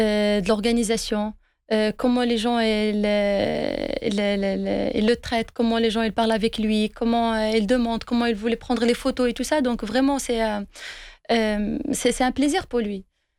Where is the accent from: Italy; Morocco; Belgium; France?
Morocco; C'est sûr, on est des Marocains quand même.